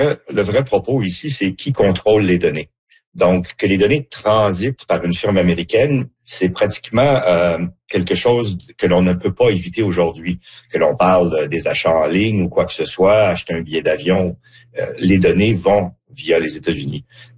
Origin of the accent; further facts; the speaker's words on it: Canada; Donc, la notion, c'est est-ce que moi, en tant que Canadien, je peux aller vers un autre acteur sans être pénalisé?